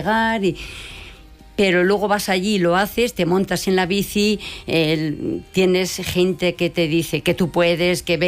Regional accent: Briviesca, Castile and León, Spain; now in Madrid, Spain; yo soy de Burros, bueno, de Briviesca

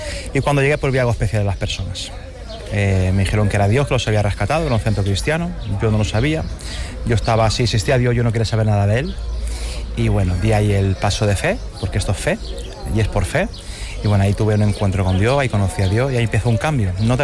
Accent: Balearic Islands, Spain; Yo soy de Mallorca

